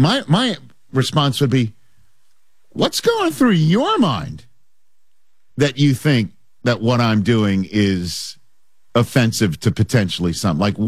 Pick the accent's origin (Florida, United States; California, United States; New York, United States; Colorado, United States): New York, United States; Staten Island; because, again, growing up in Staten Island, if you take your other arm and go here and go that way.